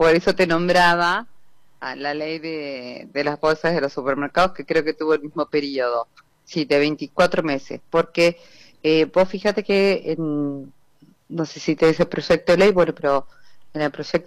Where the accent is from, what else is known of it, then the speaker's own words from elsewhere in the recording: San Martín de los Andes, Neuquén, Argentina; moved away; de donde vengo yo, de San Martín de los Andes